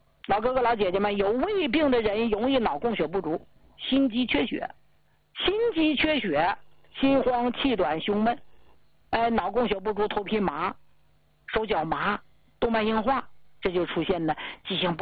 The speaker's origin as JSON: {"language": "Chinese", "region": "Northeast China", "country": "China", "said": "咱们东北人"}